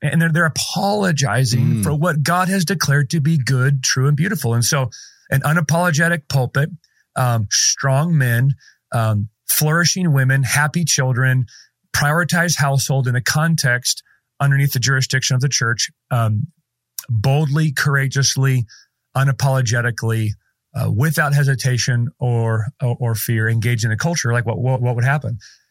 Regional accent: Wenatchee, Washington, United States; And I was born in Wenatchee, Washington, and I am by nature a homebody. I live just a few miles from where I was born. I have no interest in ever moving.

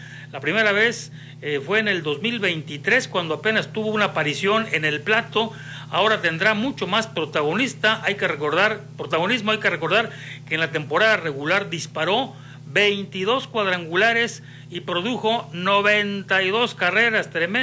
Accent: Mexico; born there; Otros sí son mexicanos, así como Hugo y como yo, nacidos acá, con el nopal en la frente.

